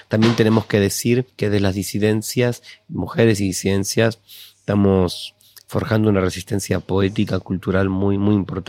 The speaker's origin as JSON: {"language": "Spanish", "country": "Argentina", "said": "está gobernando la ultraderecha en Argentina. También está pasando en mi país"}